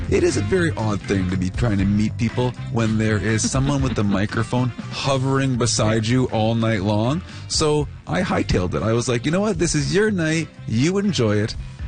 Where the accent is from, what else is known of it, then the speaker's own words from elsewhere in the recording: Thompson, Manitoba, Canada; I'm from Thompson, Manitoba.